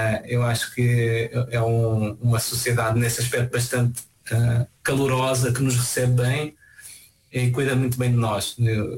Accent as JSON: {"language": "Portuguese", "town": "Odivelas", "region": "Lisbon", "country": "Portugal", "moved": "yes", "lives_now": "Brazil", "said": "Eu tenho que dizer que sou de Lisboa, porque se eu disser Odivelas ninguém entende direito."}